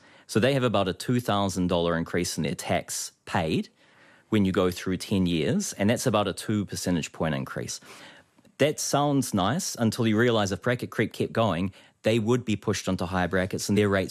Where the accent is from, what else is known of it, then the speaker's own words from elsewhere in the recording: New Zealand; accent: Kiwi; Apologies for my Kiwi accent.